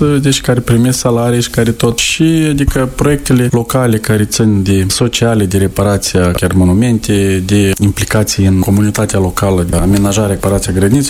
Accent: Șoldănești, Șoldănești District, Moldova; now in Cuconești Noi, Moldova; Da, sunt din Șoldănești de Baștină. Am ajuns aici pe, hai spunem așa, prima direcție de activitate care dețedim o gospodărie agricolă aici în satul Cuconești Noi.

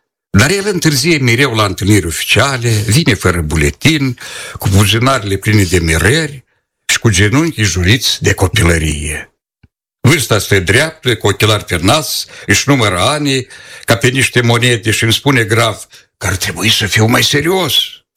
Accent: Pelinia, Drochia District, Moldova; satul meu Pelenia, unde era un crâng așa mic.

